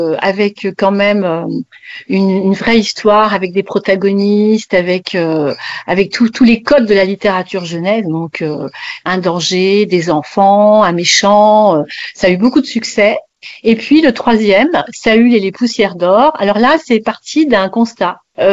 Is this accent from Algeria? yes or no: no; French Guiana; chez moi en Guyane